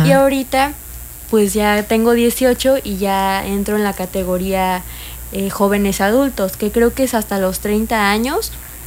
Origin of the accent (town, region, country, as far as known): Mexico